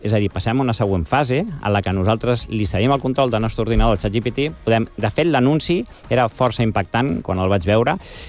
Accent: Barcelona, Catalonia, Spain; Jo soc de Sants, de tota

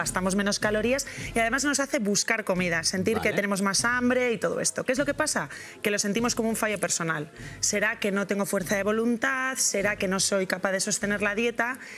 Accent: Basque Country, Spain; somos vascos

